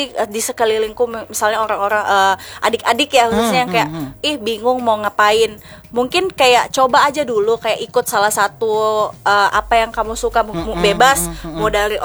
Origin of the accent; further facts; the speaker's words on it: Baubau, Southeast Sulawesi, Indonesia; now in Kendari, Indonesia; saya bukan orang Sulawesi ya, Kak, tapi saya besarnya di Bau-Bau.